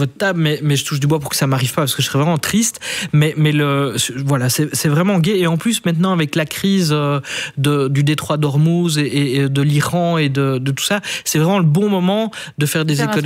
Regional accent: Wallonia, Belgium; moi, je suis wallon et j'ai l'habitude des routes louviéroises

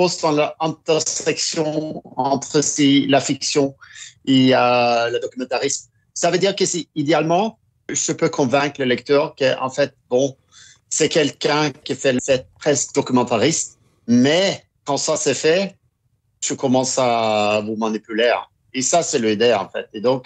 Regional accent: Oslo, Norway; French is a second language; also born or lived in Kirkenes; je suis grandi quand je viens d'Oslo, la capitale de la Norvège, mais je grandis 5 ans dans une petite ville qui s'appelle Kirkenes. C'est une ville à la frontière russe

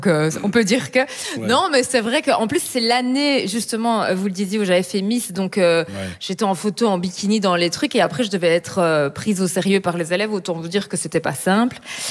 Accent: Mons, Wallonia, Belgium; Ah oui, moi je viens de Mons. Donc voilà, j'ai fait quelques kilomètres, oui.

